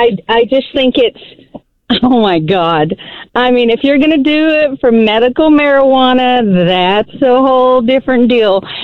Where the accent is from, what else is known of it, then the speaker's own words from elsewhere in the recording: Oklahoma, United States; also born or lived in Oregon; I'm from Oklahoma. I saw this whole thing just come forward